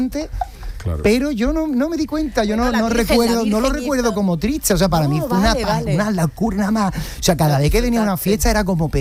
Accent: Cádiz, Andalusia, Spain; somos de Cádiz, y entonces no, en Cádiz no nos tocaba

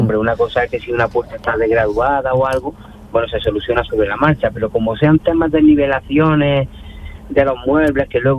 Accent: Granada, Andalusia, Spain; Somos de Granada.

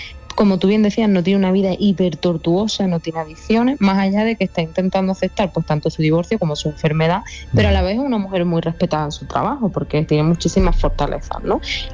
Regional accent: Andalusia, Spain; reivindicar lo andaluz en la cultura también que consumimos, en la literatura que leemos como andaluces

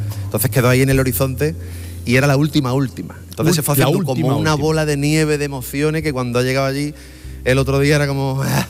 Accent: Isla Cristina, Andalusia, Spain; also born or lived in Mérida; Es que yo me he criado en Huelva, en Isla Cristina.

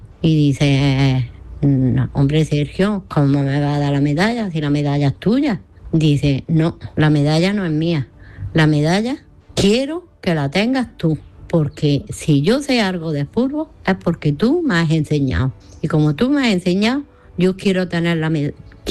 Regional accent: Granada, Andalusia, Spain; Y iba a decir de que el por qué digo que soy de Granada.

